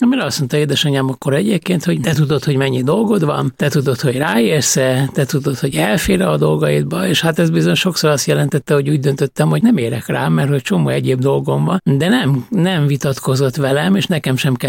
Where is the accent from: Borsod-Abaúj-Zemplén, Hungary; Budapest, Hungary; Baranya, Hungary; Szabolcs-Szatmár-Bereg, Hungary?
Budapest, Hungary; mi Budapesten laktunk, és én budapesti vagyok